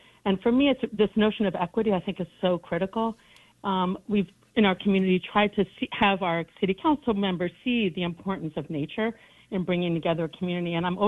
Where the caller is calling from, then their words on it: Brooklyn, New York, United States; Actually, I'm calling from Bed-Stuy, Brooklyn